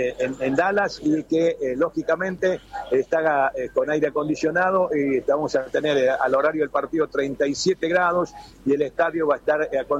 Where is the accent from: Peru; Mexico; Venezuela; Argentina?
Argentina; los argentinos cuando vamos a Chile